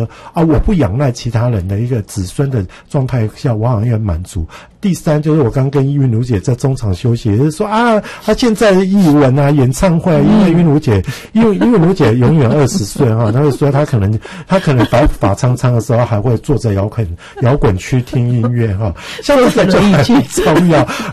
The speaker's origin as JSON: {"language": "Chinese", "region": "Kaohsiung", "country": "Taiwan", "also_born_or_lived": "Chiayi", "moved": "yes", "lives_now": "Taipei, Taiwan", "said": "而是在于就是我是高雄人，所以我对他第一我也熟悉"}